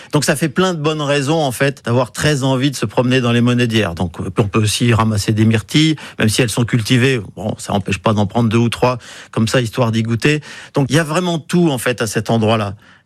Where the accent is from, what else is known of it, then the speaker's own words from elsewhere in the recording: Centre-Val de Loire, France; Alors, moi, je suis pas originaire du Limousin, je suis originaire du Berry.